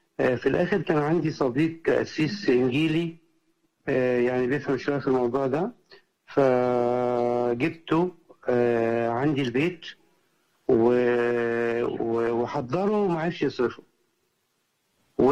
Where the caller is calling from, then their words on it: Giza, Giza Governorate, Egypt; من الملك فيصل